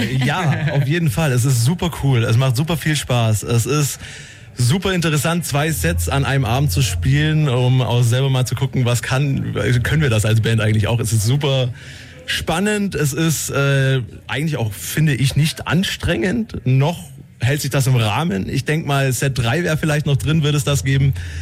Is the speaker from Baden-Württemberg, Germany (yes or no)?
yes; Ulm, Baden-Württemberg, Germany; wir kommen aus Ulm tatsächlich.